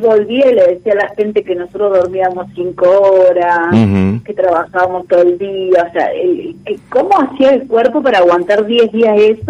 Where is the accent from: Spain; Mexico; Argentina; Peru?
Argentina; Patagonia; born there; also born or lived in Alvear, Argentina; tiene que ver un poco con que nací en la Patagonia, entre montañas